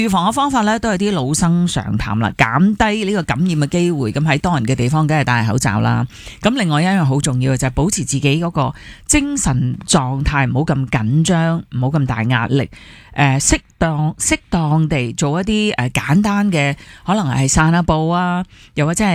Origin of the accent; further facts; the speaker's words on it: China; 即系我哋中国人好即系信养生呢样嘢噶嘛